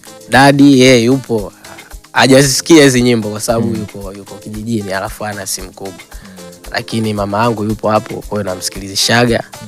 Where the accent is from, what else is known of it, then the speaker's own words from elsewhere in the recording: Ruangwa, Lindi, Tanzania; moved away as an adult; now in Dar es Salaam, Tanzania; 2019 nimetoka Ruangwa nimekuja Dar.